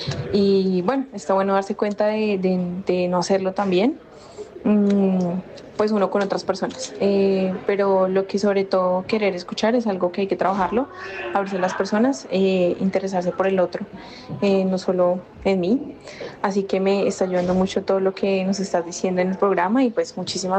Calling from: Colombia; soy de Colombia y estoy haciendo un máster de tecnología de cooperación internacional.

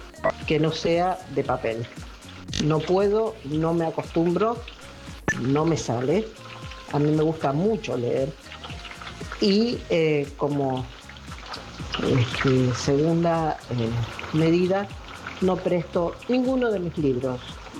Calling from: Santa Fe, Argentina; de Santa Fe

